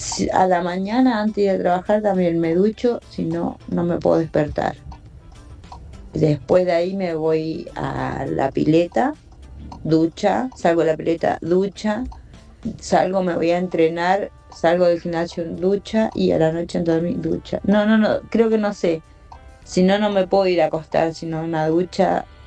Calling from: Ciudad Evita, Buenos Aires Province, Argentina; de Ciudad Evita.

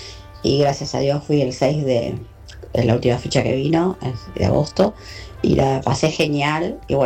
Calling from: Mariano Acosta, Buenos Aires, Argentina; de Mariano Costa.

